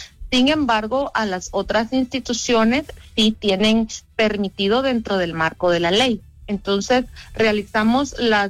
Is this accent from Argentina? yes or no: no; Guatemala; a todos como guatemaltecos nos afecta en general.